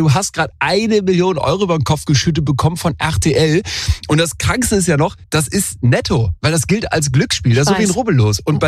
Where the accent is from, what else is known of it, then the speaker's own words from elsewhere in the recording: Solingen, North Rhine-Westphalia, Germany; Stadtsparkasse Solingen, wo ich herkomme